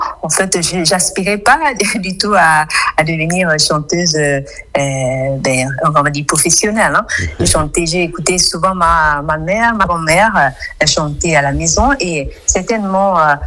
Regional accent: Gabon; Je suis gabonaise et je suis particulièrement influencée par la culture du terroir.

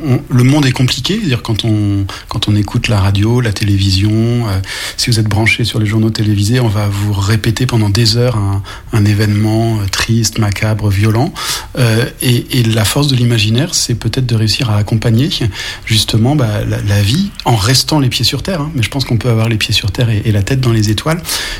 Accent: Angers, Pays de la Loire, France; born there; moved away; Et je suis né à Angers, j'ai fait mes études et j'ai travaillé dans différents pays

